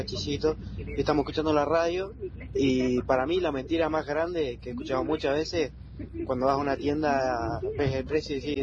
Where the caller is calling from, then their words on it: San Rafael, Mendoza, Argentina; acá estamos con mi viejo Malargüe, que vinimos a trabajar de San Rafael